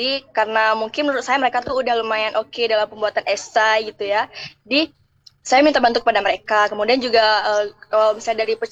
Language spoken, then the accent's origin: Indonesian; Aceh Utara, Aceh, Indonesia; dan saya sendiri dari Aceh Utara.